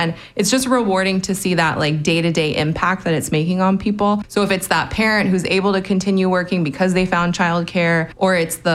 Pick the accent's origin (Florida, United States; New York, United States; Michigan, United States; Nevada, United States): Nevada, United States; Las Vegas; So I'm actually a Las Vegas native, born and raised.